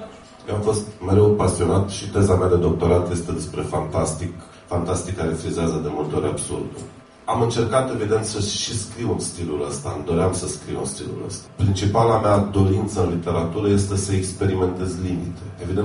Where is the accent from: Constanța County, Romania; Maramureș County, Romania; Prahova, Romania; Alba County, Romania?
Maramureș County, Romania; mergea 2 săptămâni pe Valea Faserului, de unde sunt eu, din Vișeul de...